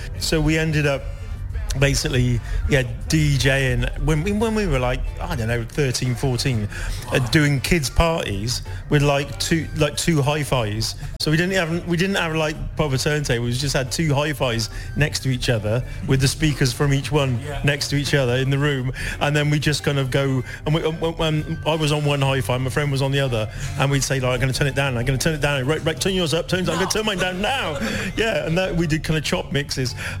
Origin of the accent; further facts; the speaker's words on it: Portishead, South West England, United Kingdom; So I grew up in Portishead, as did Jeff grew up in Portishead.